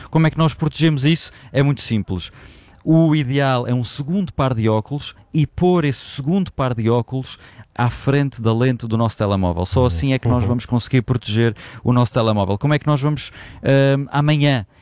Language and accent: Portuguese; Portugal; como bons portugueses que todos nós somos, deixámos certamente para a última a compra ou a aquisição destes óculos.